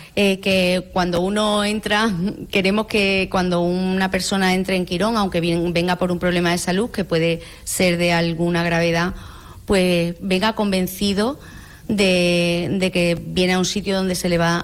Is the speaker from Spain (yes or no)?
yes; Moguer, Andalusia, Spain; Hombre, a mi pueblo voy, ahora en cuanto salga voy a comer allí a casa de mi padre, ¿no?